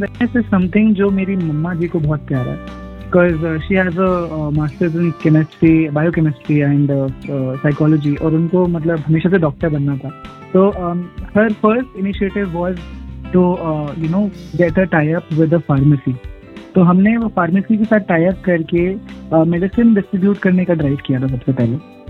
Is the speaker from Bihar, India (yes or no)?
no; Lucknow, Uttar Pradesh, India; also born or lived in Sidhauli; हम लोग लखनऊ से हेल करते हैं, हम लोग मतलब ओरिजिनली लखनऊ से है, लखनऊ के पास भी हमारा गाँव है सिधौली करके।